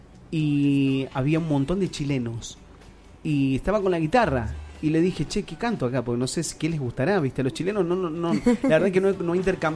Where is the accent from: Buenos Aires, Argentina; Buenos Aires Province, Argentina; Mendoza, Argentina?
Mendoza, Argentina; ¿Qué mendocino no ama a …?